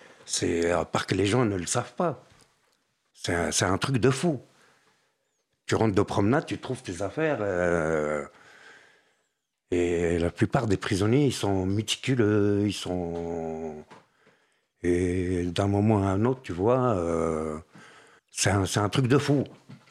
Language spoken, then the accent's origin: French; Paris, Île-de-France, France; moi en tant que Parisien